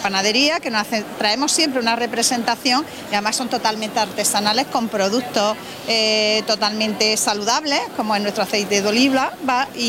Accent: Jódar, Andalusia, Spain; el trienio liberal se terminó en mi pueblo

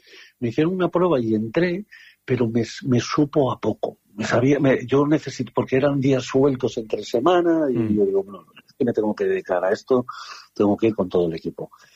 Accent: Cantabria, Spain; also born or lived in Madrid; A mí es que mi tierra me tira mucho.

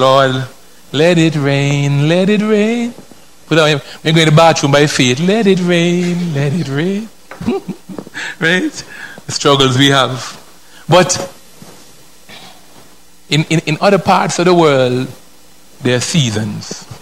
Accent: Antigua & Barbuda; I'm from Antigua.

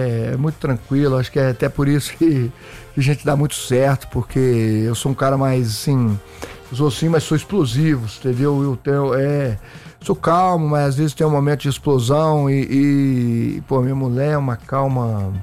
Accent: Minas Gerais, Brazil; Então, eu sou do interior de Minas, eu sempre gostei de esportes, principalmente esporte de luta

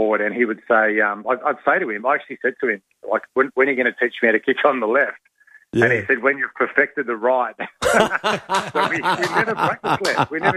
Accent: Blackwood, South Australia, Australia; Yeah, I grew up in the Adelaide Hills in Blackwood.

